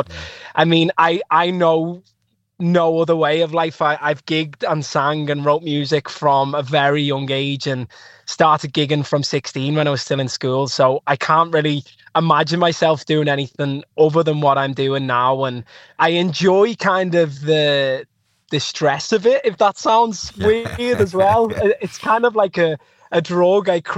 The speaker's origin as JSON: {"language": "English", "town": "Liverpool", "region": "North West England", "country": "United Kingdom", "moved": "yes", "lives_now": "Ireland", "said": "As a Liverpool fan and as a Scouser"}